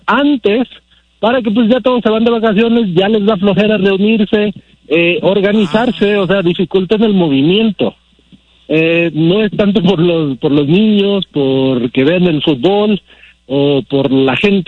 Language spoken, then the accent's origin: Spanish; United States; No, porque bueno, yo crecí en Estados Unidos y recuerdo que el Mundial lo veíamos, nos ponían en el salón la tele y veíamos de los partidos.